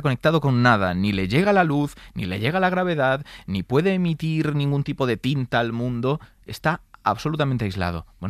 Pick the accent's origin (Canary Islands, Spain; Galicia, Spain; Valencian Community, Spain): Galicia, Spain; Yo es que soy gallego, ¿eh?